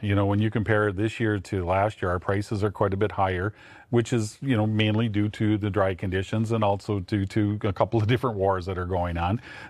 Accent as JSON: {"language": "English", "town": "Milnor", "region": "North Dakota", "country": "United States", "tie": "born or raised there", "said": "born and raised in North Dakota, a farm in southeast part of the state down by Milner. Went to high school at Milner"}